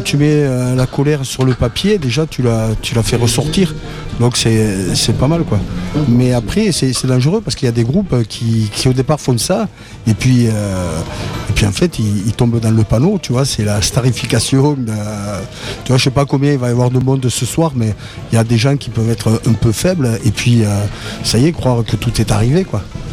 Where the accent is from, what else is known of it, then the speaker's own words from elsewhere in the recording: Béziers, Occitanie, France; first language ca; ma première langue que j'ai entendue, c'était le catalan. Donc voilà. Après, en français, parce que bon, par la force des choses, il a fallu qu'on parle français.